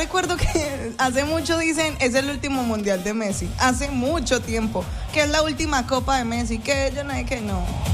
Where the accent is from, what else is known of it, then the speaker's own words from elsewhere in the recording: Cartago, Valle del Cauca, Colombia; nos ha hecho unir como colombianos, como cartagüeños